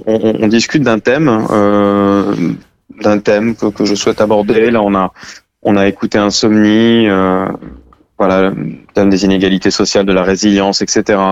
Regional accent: France; chez nous en France.

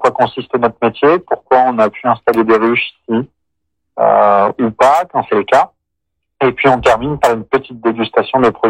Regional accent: France; moi je suis natif de Saint-Olé

